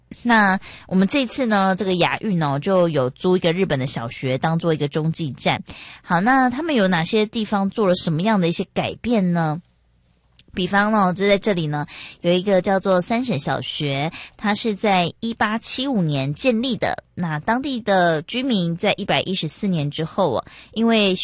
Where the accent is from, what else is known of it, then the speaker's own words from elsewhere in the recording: Taipei, Taiwan; 毕竟我是台北人嘛